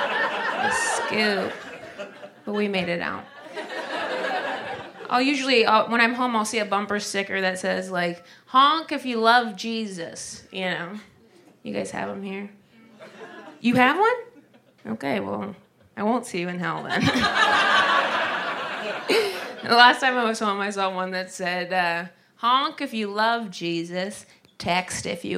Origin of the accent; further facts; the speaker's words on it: Ohio, United States; Whenever I'm home in Ohio, I'm from Ohio, so it's shocking. There's such a large amount of Ohioans here.